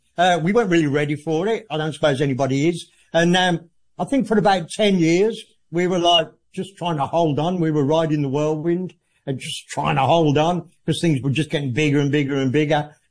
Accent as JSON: {"language": "English", "town": "Birmingham", "region": "West Midlands", "country": "United Kingdom", "tie": "born or raised there", "said": "Birmingham, my hometown"}